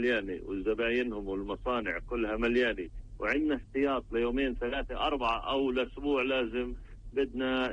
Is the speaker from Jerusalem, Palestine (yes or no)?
no; West Bank, Palestine; احنا عندنا بالضفة الغربية